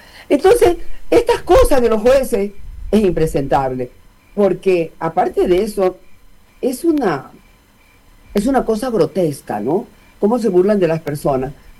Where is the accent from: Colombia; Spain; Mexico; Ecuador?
Ecuador; es una pena como ecuatoriana.